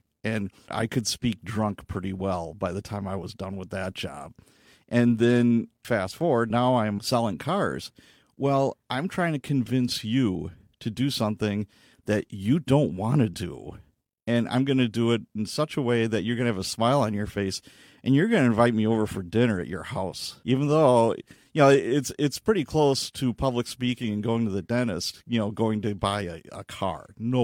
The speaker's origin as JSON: {"language": "English", "town": "Chicago", "region": "Illinois", "country": "United States", "tie": "born or raised there", "said": "I would say no, but when I was young, I grew up in Chicago, in the Chicagoland area"}